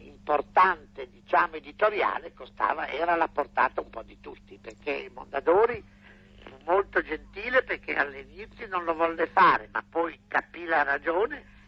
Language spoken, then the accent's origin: Italian; Gualtieri, Emilia-Romagna, Italy; In fondo Gualtieri, però, da cui sono un po' terrorizzato ritornarci, perché la mia terra è piena di ricordi e di atmosfere che un po' mi spaventano, pur amandola molto.